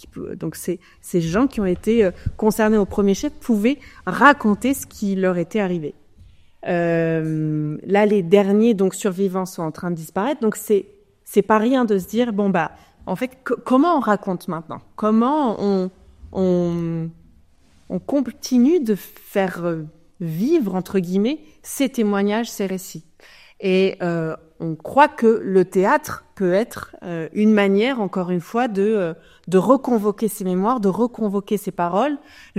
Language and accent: French; France; mais en tant que Français, on hérite d'une histoire.